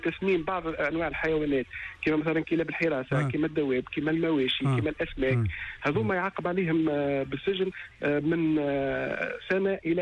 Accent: Tunisia

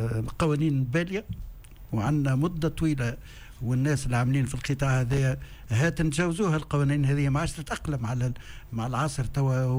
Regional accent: Tunisia; كان عندنا في تونس

